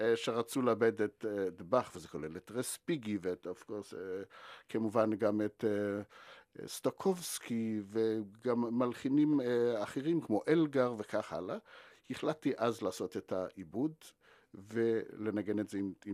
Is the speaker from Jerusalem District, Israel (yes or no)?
no; Merhavia, Northern District, Israel; נולדתי בקיבוץ מרחביה שבעמק ישראל, הנקודה הראשונה בעמק ישראל שנוסדה ב-1911